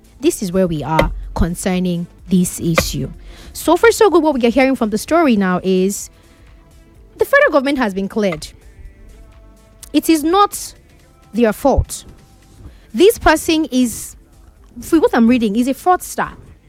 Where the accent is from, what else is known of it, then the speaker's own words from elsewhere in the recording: Nigeria; I'm a Nigerian person speaking.